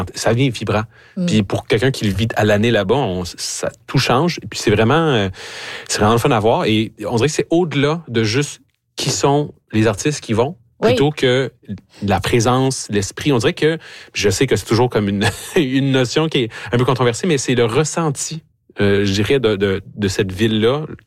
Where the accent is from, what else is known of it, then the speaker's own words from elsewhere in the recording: Quebec, Canada; now in Thurso, Canada; Moi, je viens d'une petite ville de banlieue de la région de Montréal. C'était juste dortoir. Il y a presque aucun commerce. Il y avait pas de vie. C'était vraiment une ville dortoir. Cette ville-là était pas vibrante.